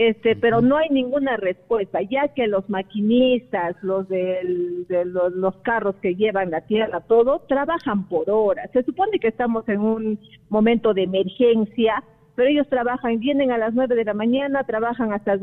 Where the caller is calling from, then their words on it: Chupuro, Junín, Peru; Chupuro, en la zona que ha sido afectada en el sismo del día 18, señorita.